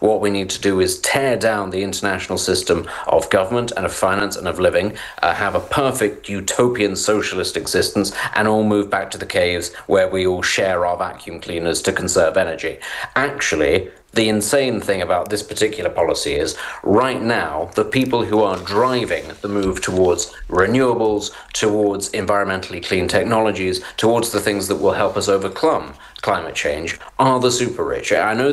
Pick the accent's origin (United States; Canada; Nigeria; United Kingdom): United Kingdom; England; I'm English.